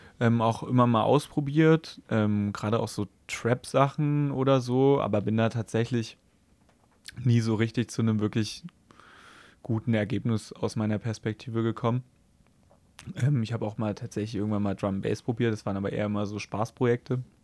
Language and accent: German; Halle, Saxony-Anhalt, Germany; now in Leipzig, Germany; ich komme aus Halle, wir waren früher öfter mal in Leipzig und kannten hier irgendwie ein paar Leute